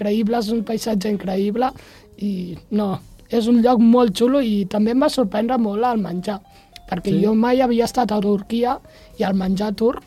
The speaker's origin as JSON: {"language": "Catalan", "town": "Montblanc", "region": "Catalonia", "country": "Spain", "said": "Ja t'ho dic jo, que vinc de Montblanc."}